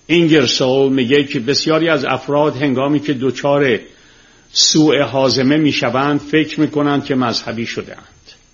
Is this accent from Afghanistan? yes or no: no; Tehran, Tehran Province, Iran; من روزی که خیابون کوچه های تهرون رو تیر میذاشتن که سیم برق بکشن یادمه. خونه ما که برق کشیدن، همسایه روبرویمون اومد به مادر من گفت این بچه ها تو میکشه.